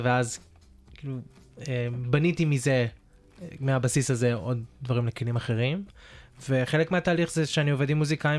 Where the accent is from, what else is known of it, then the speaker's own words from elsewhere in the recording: Australia; כי ההורים שלי שניהם ישראלים, וכל אחד, כאילו כל אחד מאיתנו נולד במדינה אחרת, ודי גדלנו פה באוסטרליה.